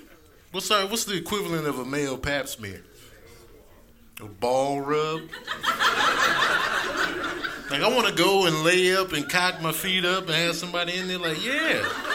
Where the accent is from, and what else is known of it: Chicago, Illinois, United States; born or raised there; now in California, United States